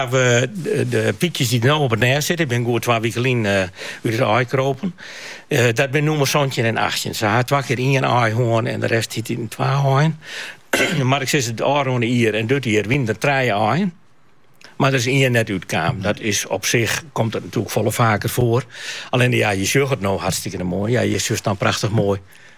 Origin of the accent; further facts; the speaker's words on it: Friesland, Netherlands; Nou ben ik een Fries